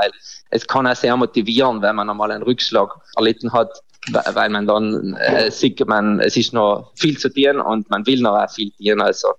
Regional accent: Trentino-Alto Adige, Italy

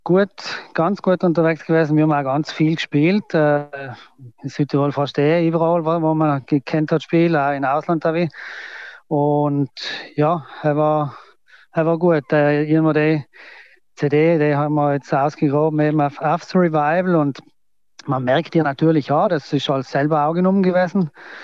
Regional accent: St. Johann in Tirol, Tyrol, Austria; der Markus, der Höhner und ich sind alle von St. Jan.

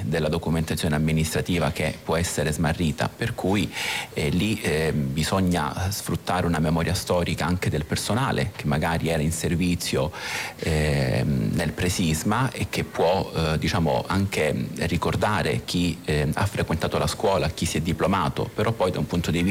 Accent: Calabria, Italy; now in Amatrice, Italy; Sono calabrese.

